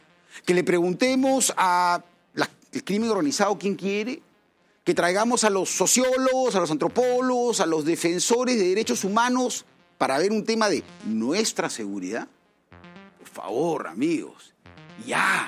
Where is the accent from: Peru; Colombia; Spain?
Peru; desde antes del 28 de julio, que todos los peruanos queríamos un cambio.